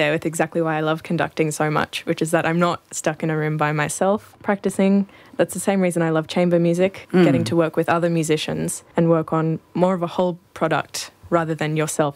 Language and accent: English; Brisbane, Queensland, Australia; I grew up in Brisbane and my family now lives up on the Sunshine Coast, yes.